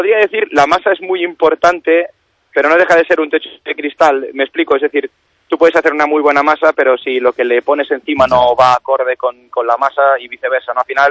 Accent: Catalonia, Spain; also born or lived in Santiago de Compostela, Galicia; Yo soy de Santiago, de nacimiento, pero mis padres son gallegos también, emigraron a Cataluña. Entonces yo me crié en Cataluña, y lo típico de muchos inmigrantes gallegos que estábamos en el extranjero, en mi caso, pues yo todos los veranos y las navidades las pasaba en Galicia con mi familia.

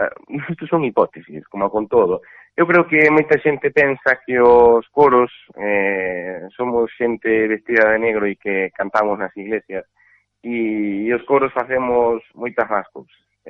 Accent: Carballo, Galicia, Spain; eu son daqui, son de Carballo, e por iso además tamén fai moitísima ilusión dirixir … aquí en Carballo temos unha tradición moi grande de música tradicional galega

